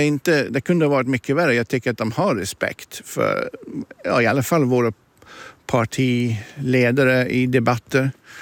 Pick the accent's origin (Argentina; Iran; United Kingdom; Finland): United Kingdom; England; Swedish is a second language; now in Sweden; Jag är från England.